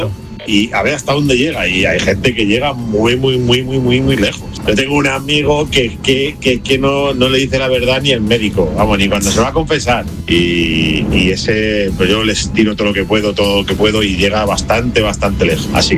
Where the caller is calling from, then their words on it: Villa del Prado, Community of Madrid, Spain; Aquí un ponedor … de Villa del Prado.